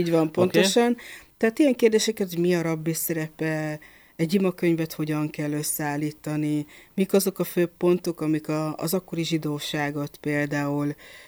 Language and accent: Hungarian; Pápa, Veszprém County, Hungary; mivel pápai vagyok, ugye pápához húz a szívem